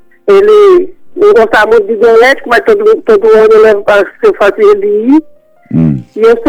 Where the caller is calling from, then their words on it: Álvares Machado, São Paulo, Brazil; De Álvares Machado, viu?